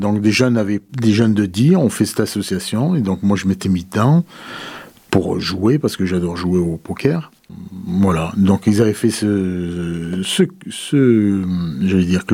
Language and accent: French; Die, Auvergne-Rhône-Alpes, France; Donc dans le DIWA, j'ai grandi dans le DIWA, donc j'ai fait les études à Die.